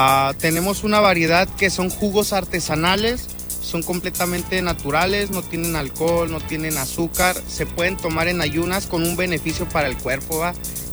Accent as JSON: {"language": "Spanish", "town": "Santiago Matatlán", "region": "Oaxaca", "country": "Mexico", "said": "Nosotros venimos de Santiago Matatlán, Oaxaca. Es una región mezcalera, es en la zona de Oaxaca, es en la Sierra Madre, compadre. Es una zona, pues, de sierrita, no hay casi nada."}